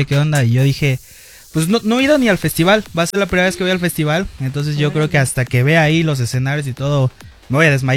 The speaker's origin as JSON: {"language": "Spanish", "region": "Veracruz", "country": "Mexico", "said": "soy el primer veracruzano en tocar en Tomorrowland."}